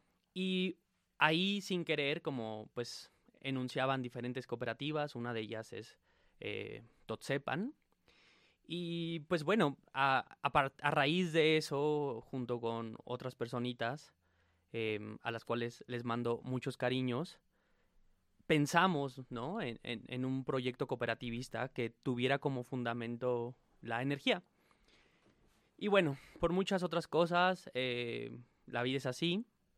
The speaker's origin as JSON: {"language": "Spanish", "region": "State of Mexico", "country": "Mexico", "said": "soy de la Sierra de las Cruces y Monte Alto."}